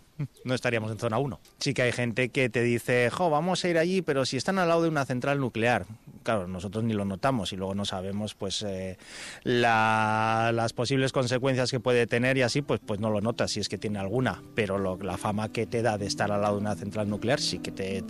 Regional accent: Sobrón, Basque Country, Spain; Yo y mi hermano, que es el otro socio de la empresa, somos de aquí de Sobrón de toda la vida

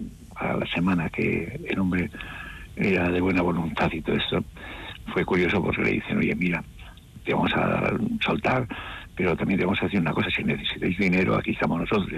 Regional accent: Basque Country, Spain; El primer vasco que tuvo el premio Roma era de mi pueblo, poco conocido, Germán Landazábal.

